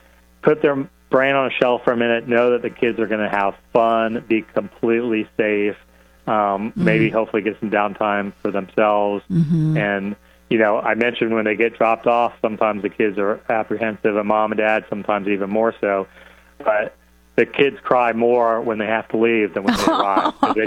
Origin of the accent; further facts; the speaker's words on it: Florida, United States; but, you know, I'm born and raised in Central Florida